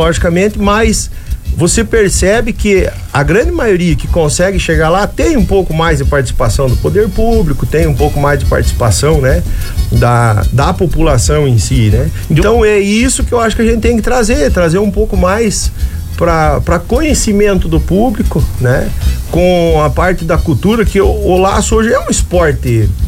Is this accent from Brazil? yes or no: yes; Paraná, Brazil; moved away as an adult; now in Blumenau, Brazil; Eu estou em Blumenau há 8 anos, sou do Paraná, e trago comigo da minha infância.